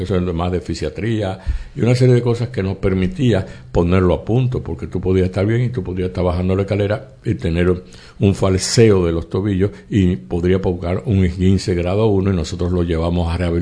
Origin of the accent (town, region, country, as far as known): La Vega, Dominican Republic